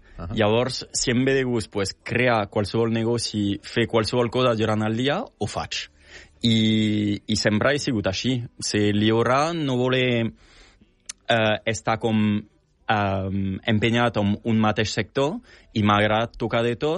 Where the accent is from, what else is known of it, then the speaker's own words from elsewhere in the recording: Perpignan, Occitania, France; moved away as an adult; now in Barcelona, Spain; Vaig néixer a Perpinyà.